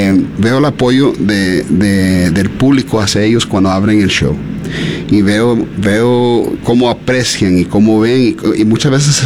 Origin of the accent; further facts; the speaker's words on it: Costa Rica; Yo soy orgullosamente costarricense. … Yo, aunque nací costarricense